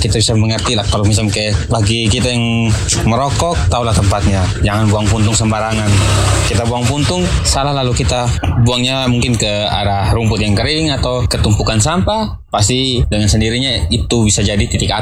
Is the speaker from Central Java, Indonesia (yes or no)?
no; Kupang, East Nusa Tenggara, Indonesia; saya dari Nemata, Penfui.